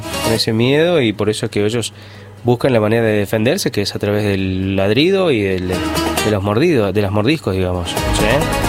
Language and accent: Spanish; Argentina; Somos argentinos